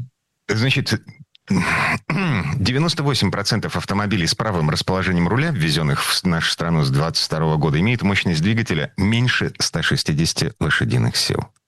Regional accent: Saint Petersburg, Russia; А и мы из Петербурга.

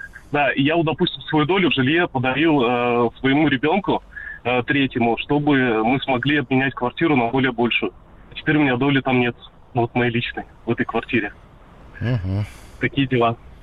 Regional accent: Urals, Russia; born there; now in Zvenigorod, Russia; Вот хотел сказать, что я родился в Советском Союзе. На Урале.

